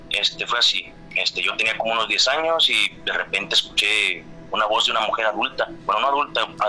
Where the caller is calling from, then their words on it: Monclova, Coahuila, Mexico; Desde Monclova, Coahuila.